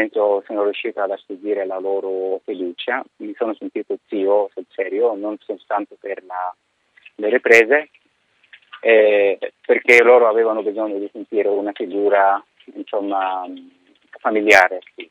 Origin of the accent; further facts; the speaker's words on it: Egypt; non perché sono egiziano, perché sono egiziano, ma perché veramente il numero più alto dei ragazzi viene proprio dall'Egitto.